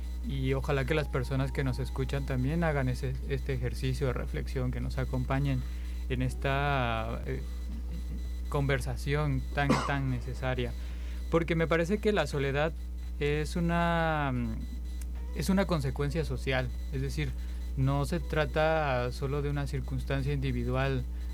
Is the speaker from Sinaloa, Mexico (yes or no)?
no; Veracruz, Mexico; also born or lived in Oaxaca; now in Guanajuato, Mexico; yo nací y crecí en Veracruz, después pude vivir en Oaxaca y actualmente estoy viviendo en Guanajuato.